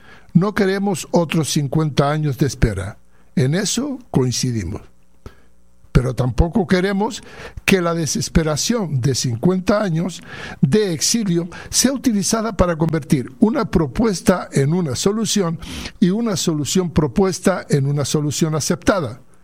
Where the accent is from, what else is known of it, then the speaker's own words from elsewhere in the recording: Western Sahara; Es mi lectura como saharaui y como militante del Frente Polisario.